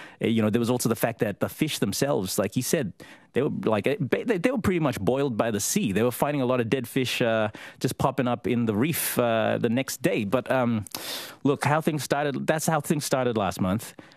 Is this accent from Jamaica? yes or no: no; Rabaul, East New Britain, Papua New Guinea; I used to play with it as a child and, like, when, you know, growing up in Rabaul.